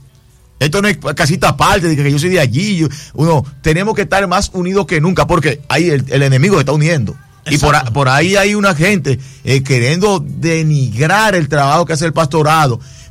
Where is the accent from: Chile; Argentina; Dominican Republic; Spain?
Dominican Republic; yo soy de Villaverde, nacido y criado en Villaverde. Yo tengo 47 años de edad.